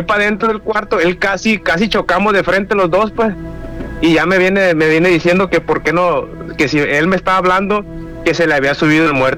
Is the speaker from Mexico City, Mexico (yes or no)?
no; Santiago Ixcuintla, Nayarit, Mexico; now in Culiacán, Mexico; yo soy originario de Santiago Ixcuintla, Nayarit.